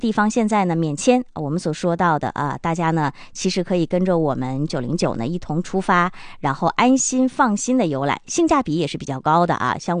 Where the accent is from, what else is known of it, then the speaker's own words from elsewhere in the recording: Harbin, Heilongjiang, China; 我们哈尔滨人的这样的一个喜欢这种欧式建筑啊